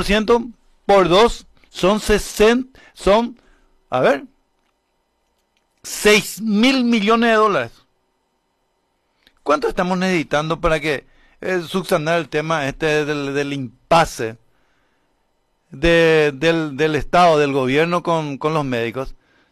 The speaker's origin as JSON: {"language": "Spanish", "country": "Paraguay"}